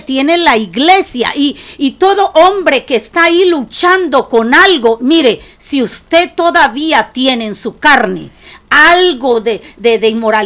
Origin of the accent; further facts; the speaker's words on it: Mexico; Porque ya me hierve la sangre como mexicana.